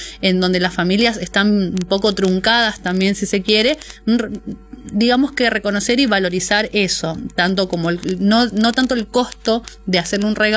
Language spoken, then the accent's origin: Spanish; Corrientes, Argentina; also born or lived in Buenos Aires; Nosotras somos de Corrientes Capital